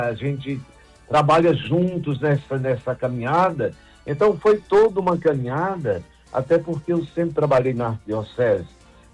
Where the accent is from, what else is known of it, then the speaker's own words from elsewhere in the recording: Barbalha, Ceará, Brazil; born there; also born or lived in Crato; now in Fortaleza, Brazil; eu nasci em Barbalho de Santo Antônio